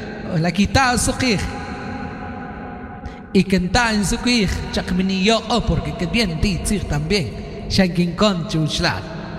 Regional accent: Chichicastenango, Quiché, Guatemala; Somos de Chichicastenango.

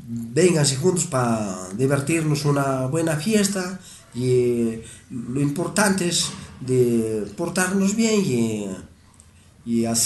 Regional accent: Peru; demostrar que somos buenos peruanos

